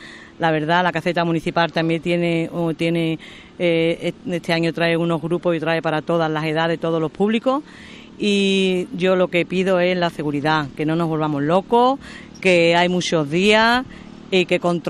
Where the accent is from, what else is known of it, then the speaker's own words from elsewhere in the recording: La Puebla de Cazalla, Andalusia, Spain; La gente de mi pueblo lo van a respetar, la gente de mi pueblo la respeta mucho.